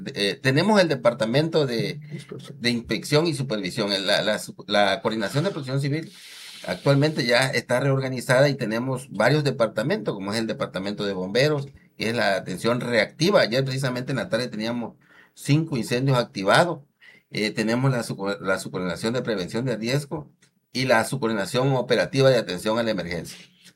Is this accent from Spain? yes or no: no; Jalapa, Mexico; yo soy de Jalapa